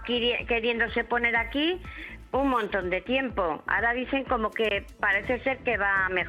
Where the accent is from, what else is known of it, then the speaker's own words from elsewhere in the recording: Erandio, Basque Country, Spain; yo tengo toda una vida aquí. Luego, Erandio, vamos, es mi pueblo de siempre, de mis antepasados, de toda una vida